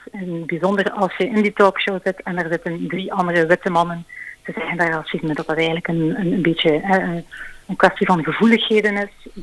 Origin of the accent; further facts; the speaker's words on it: Belgium; born there; Ik ben Chinees-Indonesische-Belgische. Ik ben geboren in België.